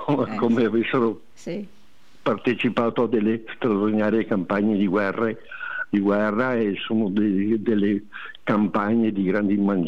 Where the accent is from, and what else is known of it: Veneto, Italy